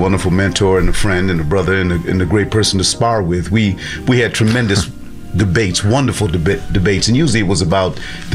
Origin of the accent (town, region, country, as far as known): Lackawanna, New York, United States; born or raised there